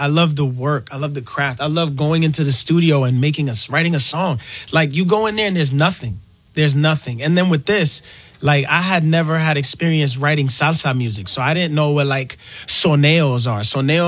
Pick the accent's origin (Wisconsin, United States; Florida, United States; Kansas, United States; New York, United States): New York, United States; And I'm from New York, so like I grew up listening to all of these artists, but they were all singing in Spanish.